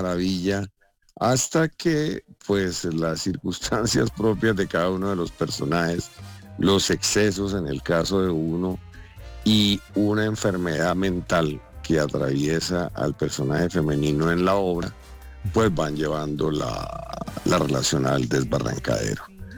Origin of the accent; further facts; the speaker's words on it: Tocaima, Cundinamarca, Colombia; yo soy de un pueblo, yo soy de Tocaima.